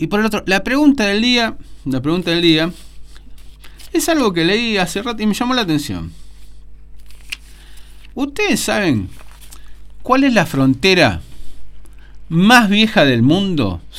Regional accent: Argentina; para los que somos argentinos

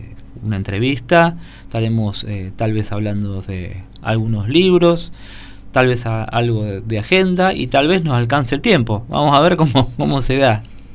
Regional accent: Argentina; nuestra historia como argentina

